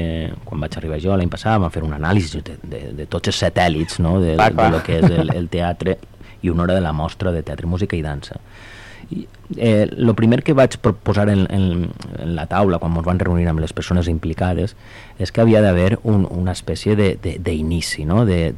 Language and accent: Catalan; Valencian Community, Spain; now in Artà, Spain; Jo venc d'un poble d'Alacant, 30.000 habitants, és un poble gran.